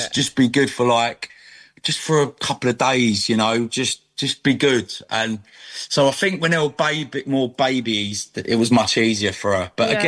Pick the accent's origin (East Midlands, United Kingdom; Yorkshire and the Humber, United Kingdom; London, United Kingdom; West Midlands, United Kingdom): London, United Kingdom; also born or lived in Essex; Originally Northwest London, but I moved out to Essex and then I'm now in a place like near Stansted now, near Dunmo.